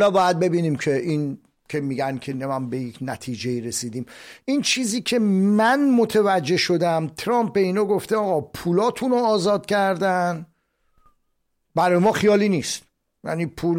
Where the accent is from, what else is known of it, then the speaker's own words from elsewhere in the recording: Iran; میگم آدم باور کن لذت میبره بگه من ایرانیم.